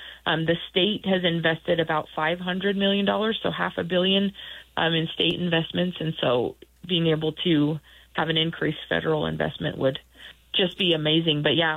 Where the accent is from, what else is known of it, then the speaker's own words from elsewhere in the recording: Utah, United States; I grew up in Davis County, and for context, that is right on the shores in the heart of Great Salt Lake, close to Antelope Island.